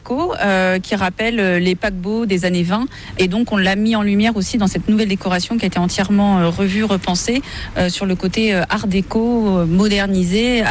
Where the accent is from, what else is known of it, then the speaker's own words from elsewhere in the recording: Rennes, Brittany, France; born there; also born or lived in Vannes; now in Brest, France; je suis pas originaire de Brest, je suis originaire de Rennes, mais je suis bretonne. Et avant de pouvoir venir à Brest là pour l'ouverture, puisque je viens pour l'ouverture de l'établissement, j'étais à Vannes.